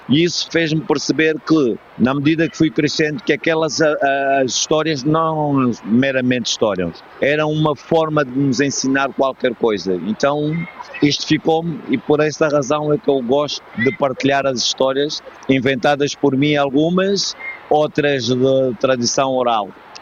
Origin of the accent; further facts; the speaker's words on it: Angola; Eu venho de Angola